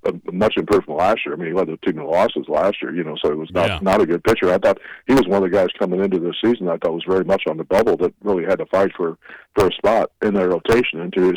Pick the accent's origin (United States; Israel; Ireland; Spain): United States; Springfield, Missouri; also born or lived in Omaha, Nebraska; I was born in Omaha, Nebraska. I grew up in Springfield, Missouri, very much of a Cardinal fan.